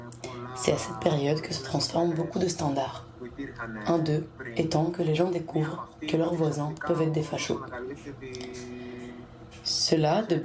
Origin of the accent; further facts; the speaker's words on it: Athens, Attica, Greece; moi, j'ai pas grandi dans le centre, j'ai grandi à Héliopolis, en dehors du centre.